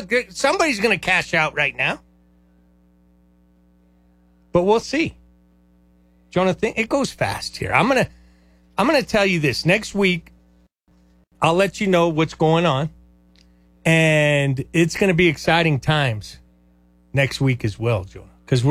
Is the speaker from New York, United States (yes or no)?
yes; New York, United States; Well, I'm from New York.